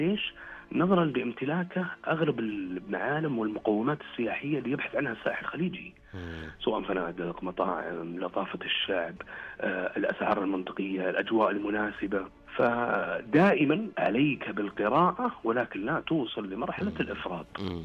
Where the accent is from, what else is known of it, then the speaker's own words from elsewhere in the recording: Saudi Arabia; بالنسبة لنا إحنا عندنا في السعودية